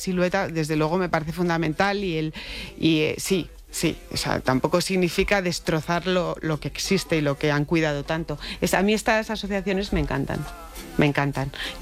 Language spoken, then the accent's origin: Spanish; Madrid, Community of Madrid, Spain; yo me siento súper madrileña y mi padre es gallego y mi madre es vasca.